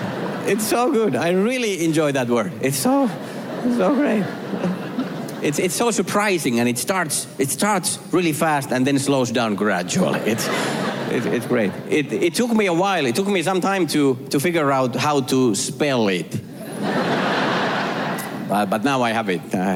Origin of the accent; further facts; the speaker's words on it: Finland; English is a second language; moved away; yes, I am from Finland.